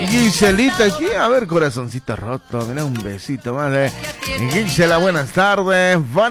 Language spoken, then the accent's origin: Spanish; Bolivia; now in Buenos Aires, Argentina